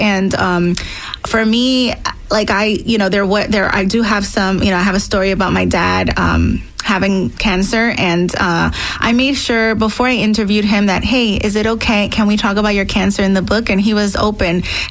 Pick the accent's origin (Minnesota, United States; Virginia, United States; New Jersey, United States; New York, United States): New York, United States; New York City; I was born in Brooklyn, New York, in a very Dominican neighborhood in the 90s